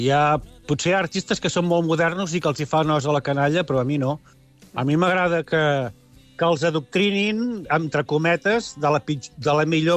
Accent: Constantí, Catalonia, Spain; ja ho sap la gent que som de Constantí

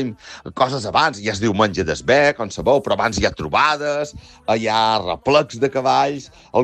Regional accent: Ciutadella, Balearic Islands, Spain; de Ciutadella i, com us podeu imaginar, les festes del meu poble, Sant Joan, 24 de juny

